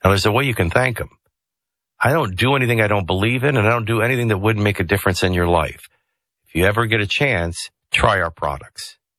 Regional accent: New Orleans, Louisiana, United States

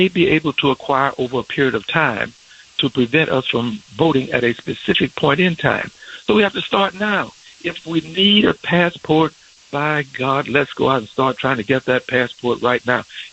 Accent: New Orleans, Louisiana, United States; born there; I was born in Charity Hospital in New Orleans, Louisiana. It no longer exists.

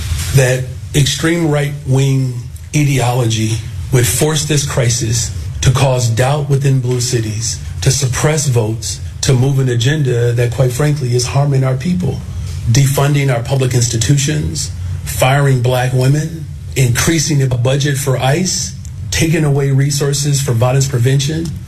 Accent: Chicago, Illinois, United States; as a Chicagoan, especially as a black Chicagoan, if that's the only coverage that you are experiencing

